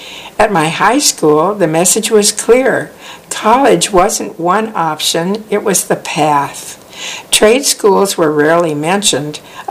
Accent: Danville, Illinois, United States; first person in my family to earn a college degree, a milestone my parents celebrated with pride. In my hometown of Danville, Illinois, only about 17% of adults have one.

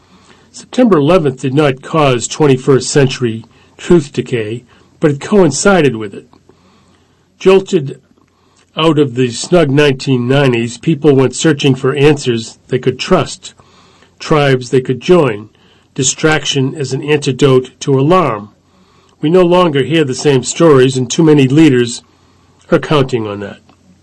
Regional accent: Queens, New York, United States; I grew up in Queens. My mother was a social worker.

